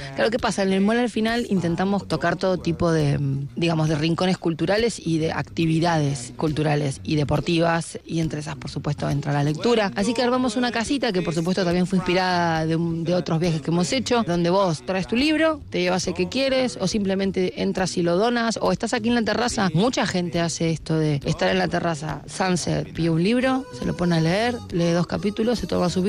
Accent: Argentina; moved away as an adult; now in Spain; somos argentinos emigrando, volviendo un poco a la tierra de nuestros abuelos, un poco no del todo

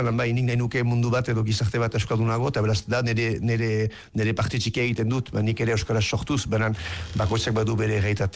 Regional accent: Bayonne, Nouvelle-Aquitaine, France; bizitzea eskualde batean, Baiona bezalako hiri batean, txikia nintzenean, nun euskaldunak girela ehuneko amaja edorako zerbait

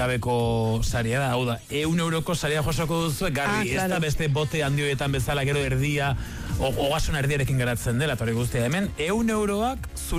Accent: Zarautz, Basque Country, Spain; ni zarauztarra naiz baita ere.

